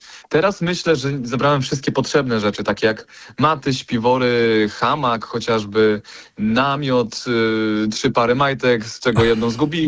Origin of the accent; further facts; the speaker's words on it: Puck, Pomeranian Voivodeship, Poland; born there; now in Wrocław, Poland; We Wrocławiu w tym momencie mieszkam, we Wrocławiu w tym momencie studiuję, natomiast urodziłem się w Pucku. Na wszystkich moich dowodach, wszystkich moich dokumentach miejsce urodzenia to jest właśnie Puck. Tam też mam nieopodal moją rodzinę, moich przyjaciół.